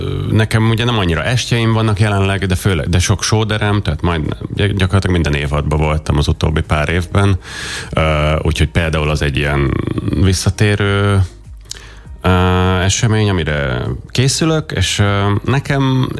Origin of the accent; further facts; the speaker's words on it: Budapest, Hungary; édesapám szíriai, de igazából ez nem annyira van bennem. Szóval én itt Budapesten születtem, nőttem föl, és nem beszélek arabul